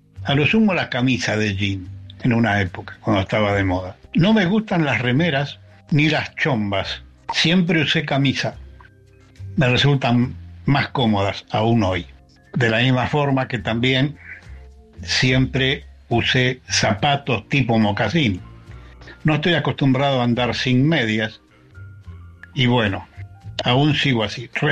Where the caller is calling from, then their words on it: Castelar, Buenos Aires Province, Argentina; tengo 70 años. … de Castelar.